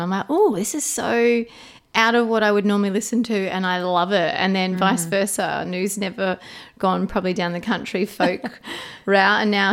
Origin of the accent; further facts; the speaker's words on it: Sunshine Coast, Queensland, Australia; We are from the Sunshine Coast where it's a lot more slower and cruisier.